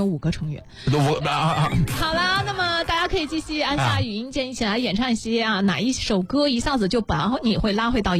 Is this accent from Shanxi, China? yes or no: no; Xuzhou, Jiangsu, China; 就让他们感受到我们徐州人的热情。